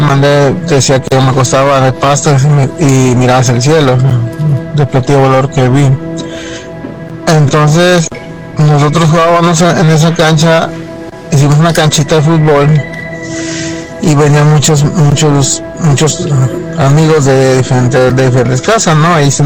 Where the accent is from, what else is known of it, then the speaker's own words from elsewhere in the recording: San Luis Potosí, Mexico; now in Las Vegas, United States; Yo vengo de... soy nativo de San Luis Potosí.